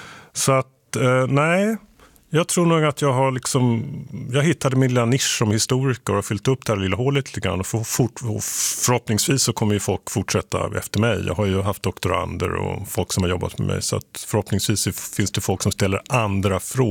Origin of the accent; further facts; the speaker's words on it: Sweden; Men det är ändå, som svensk så kommer man dit så blir man lite så här, jag var förvånad första gången jag kom dit faktiskt.